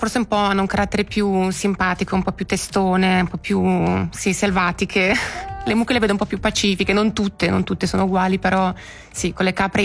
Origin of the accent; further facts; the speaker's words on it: Sant'Antonino, Ticino, Switzerland; Sì, nata e cresciuta in Colombera, sì. Esatto. Quindi per me è da sempre casa.